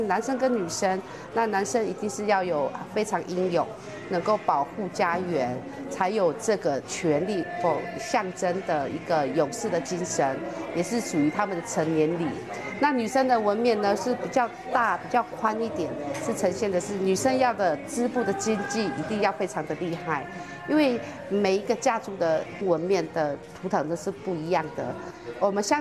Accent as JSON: {"language": "Chinese", "town": "Tai'an Township", "region": "Miaoli County", "country": "Taiwan", "said": "我来自台湾苗栗泰安乡，"}